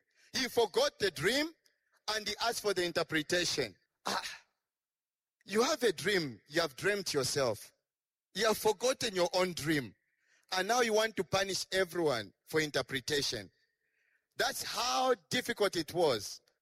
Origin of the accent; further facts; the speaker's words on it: Lusaka, Lusaka Province, Zambia; English is a second language; When growing up in Lusaka, we only had UTH.